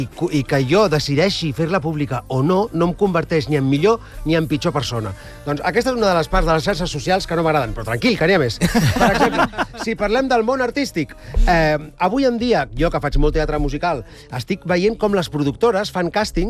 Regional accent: Catalonia, Spain; A mi, moltes vegades, sóc català, visc a Catalunya, i a mi se'm demana que em posicioni políticament.

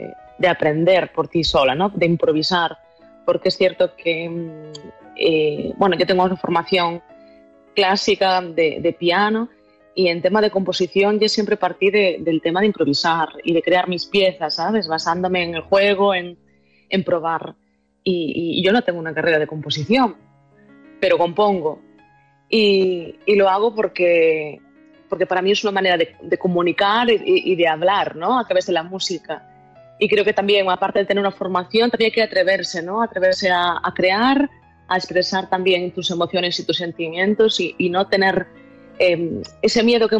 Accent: Galicia, Spain; Porque soy una persona que, como buena gallega, pues dudo un montón

